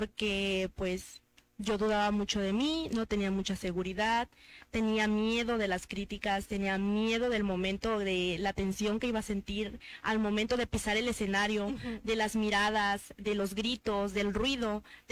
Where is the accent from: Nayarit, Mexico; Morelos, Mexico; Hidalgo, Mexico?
Hidalgo, Mexico; Huazalingo; como somos originarias de Guasalingo